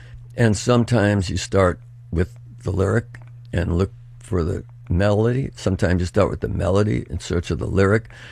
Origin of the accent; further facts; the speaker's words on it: Bronx, New York, United States; When I was a young kid growing up in the Bronx, my mother would stay up all night reading in this little apartment